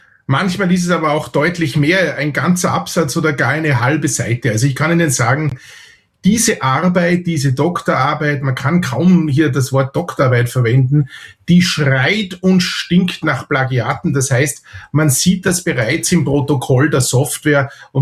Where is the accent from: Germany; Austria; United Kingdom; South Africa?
Austria; ich bin Österreicher